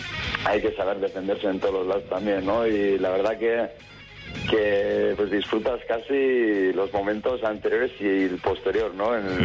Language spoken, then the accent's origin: Spanish; Oñati, Basque Country, Spain; somos cinco colegas de Oñati.